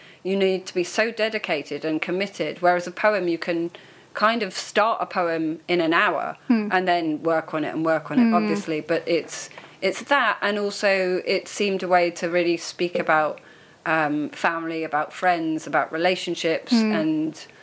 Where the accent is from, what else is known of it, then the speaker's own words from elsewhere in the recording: Manchester, North West England, United Kingdom; I'm a poet from Manchester, and this is my first time in Leek.